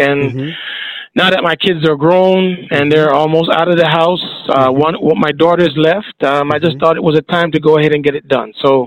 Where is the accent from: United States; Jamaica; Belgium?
Jamaica; moved away; growing up in Jamaica